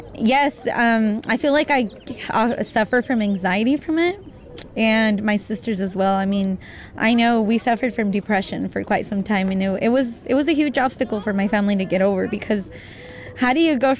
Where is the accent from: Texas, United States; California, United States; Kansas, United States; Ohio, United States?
Kansas, United States; Liberal; also born or lived in Juárez, Mexico; I'm 30 years old. I was born in Mexico. I was born in Juarez. I was brought as a baby when I was 2 years old to Liberal, Kansas.